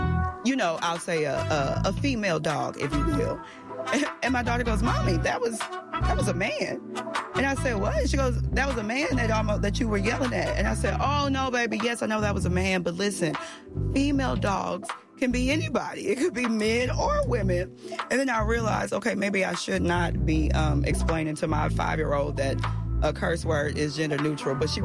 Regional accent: Houston, Texas, United States; Okay, yes, I'm from Houston. It's in me, all right?

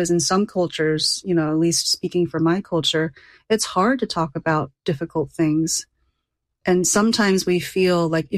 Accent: Sugar Land, Texas, United States; I grew up in Sugar Land. Sugar Land is right next to Missouri City.

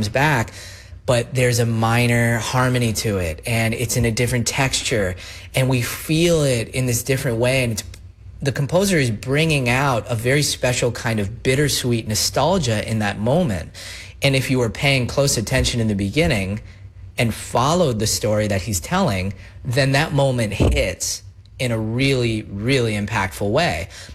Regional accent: United States; I mean, I'm not from Germany or Vienna. I'm just some American guy who likes classical music.

